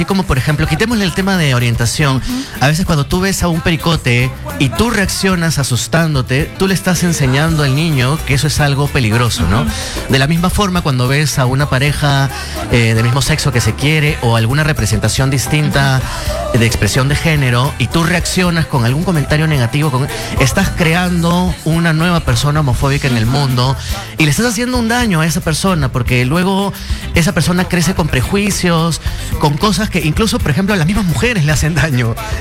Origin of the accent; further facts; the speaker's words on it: Peru; Y la confianza es lo que yo creo que nos falta como peruanos